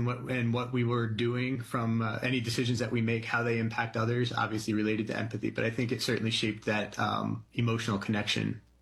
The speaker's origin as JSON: {"language": "English", "town": "Bethlehem", "region": "Pennsylvania", "country": "United States", "said": "Yeah, I'm from Bethlehem, just north of, about an hour north of Philly. I have 7 brothers and sisters, almost all sisters, 6 of them. I'm the youngest."}